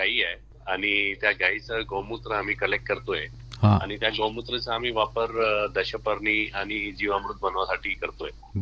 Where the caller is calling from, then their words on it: Papri, Maharashtra, India; समुद्रपूर तालुक्यामध्ये पापरी गाव आहे.